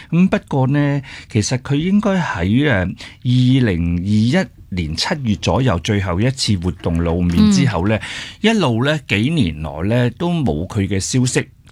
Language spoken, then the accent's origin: Cantonese; Hong Kong